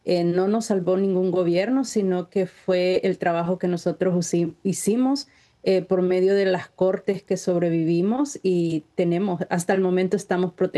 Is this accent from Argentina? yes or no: no; El Salvador; now in United States; en lo personal también tengo TPS, soy de El Salvador